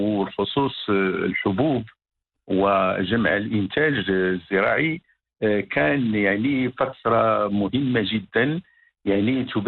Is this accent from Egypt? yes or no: no; Morocco; عندنا في المغرب